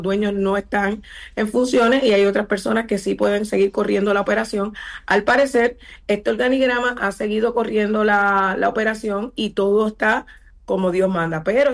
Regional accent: Puerto Rico

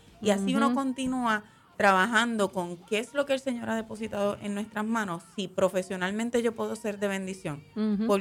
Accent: Yabucoa, Puerto Rico; now in Ceiba, Puerto Rico; soy original de Yabucoa, pero estoy viviendo cerquita aquí en Ceiba

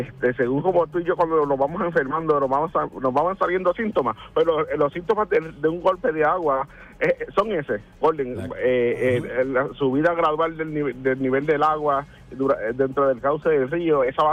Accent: Puerto Rico; usted y yo, como puertorriqueños que vivimos en esta isla tropical

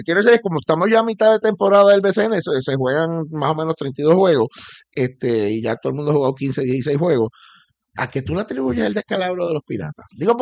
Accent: San Juan, Puerto Rico; yo soy sanjuanero

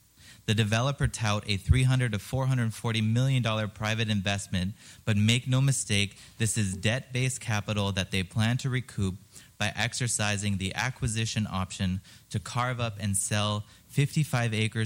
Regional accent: U.S. Virgin Islands; I grew up on Water Island, fell in love with our environments, became a PhD-level marine scientist, and returned home

